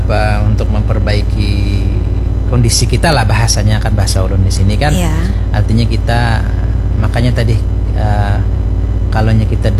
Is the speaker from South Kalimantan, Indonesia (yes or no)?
yes; South Kalimantan, Indonesia; kebiasaan orang kita Banjar ini kan inya Bu Ay, kayak istilahnya aku najar